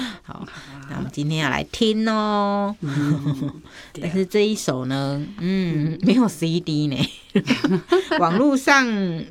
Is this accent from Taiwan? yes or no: yes; Taiwan